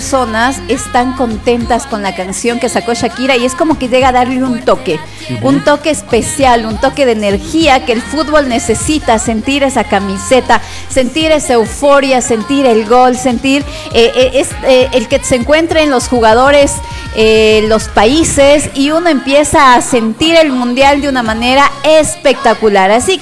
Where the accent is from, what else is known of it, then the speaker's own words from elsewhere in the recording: Ecuador; es el unirnos como ecuatorianos